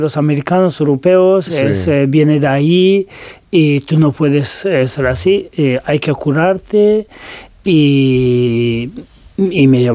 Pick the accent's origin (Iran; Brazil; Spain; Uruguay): Iran; Tehran, Tehran Province; Spanish is a second language; tanto que yo crecí en Teherán, los años de, en infancia mi familia mudaron a Teherán, pero nunca tuve el valor de volver y vivir ahí